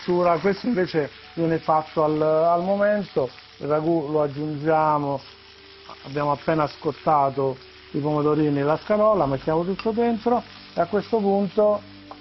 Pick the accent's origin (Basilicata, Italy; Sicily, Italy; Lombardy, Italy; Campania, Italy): Basilicata, Italy; now in Genzano di Roma, Italy; essendo lucano, proviene dalla mia terra